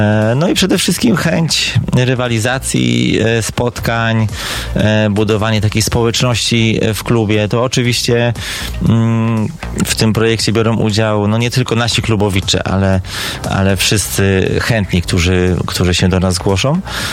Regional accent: Szczecin, West Pomeranian Voivodeship, Poland

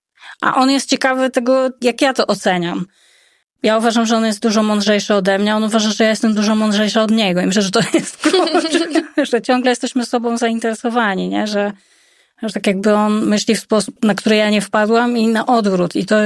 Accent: Radom, Masovian Voivodeship, Poland; also born or lived in Warsaw; now in Gdańsk, Poland; Coraz dalej na północ się przesuwam od Radomia.

